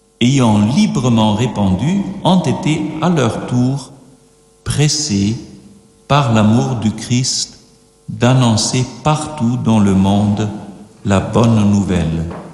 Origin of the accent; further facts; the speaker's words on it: Switzerland; j'ai été ordonné en 1970, comme on disait chez nous en Suisse